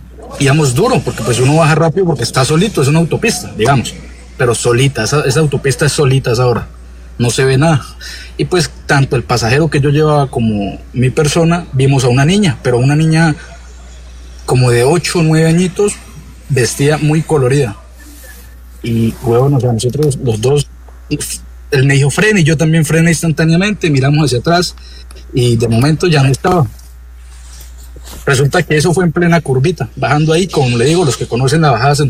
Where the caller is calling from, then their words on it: Bucaramanga, Santander, Colombia; Sí, yo soy de Bucaramanga. Yo trabajo en plataformas hace 2 años.